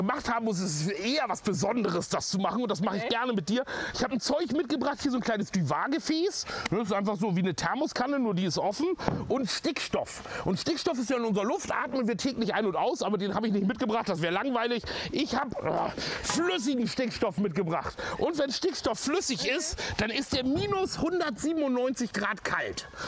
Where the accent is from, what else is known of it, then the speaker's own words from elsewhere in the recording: Haffkrug, Schleswig-Holstein, Germany; also born or lived in Hamburg, Germany; Ich bin in Hamburg geboren, bin aber in Haffkrug an der Ostsee, so ein ganz kleines Dorf an der Ostsee, aufgewachsen. Und dann habe ich eigentlich überall mal gelebt.